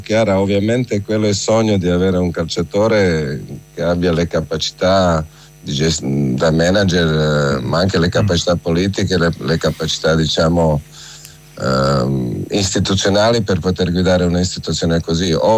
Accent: Croatia; Quindi seppur sono croato, però mio padre aveva una ossessione di Rivera.

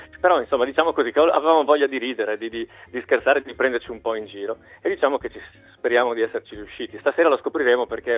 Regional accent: Torviscosa, Friuli-Venezia Giulia, Italy; io sono della Bassa, di Torbiscosa, nella fattispecie

